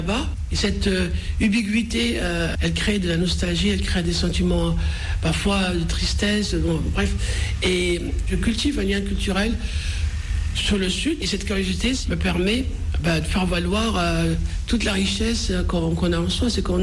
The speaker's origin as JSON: {"language": "French", "town": "Skikda", "region": "Skikda Province", "country": "Algeria", "tie": "born there"}